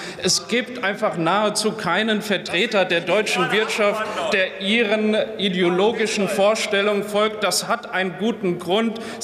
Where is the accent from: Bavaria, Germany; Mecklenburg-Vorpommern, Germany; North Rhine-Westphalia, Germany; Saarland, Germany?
Saarland, Germany; Allein in der Stahlindustrie in meiner Heimat im Saarland sind das über 12.000 Menschen.